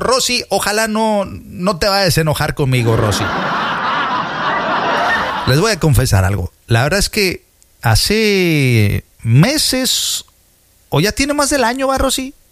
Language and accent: Spanish; Tierra Blanca, Mexico; allá en Tierra Blanca, de donde sí soy, allá decimos, si no le cabe, no reparta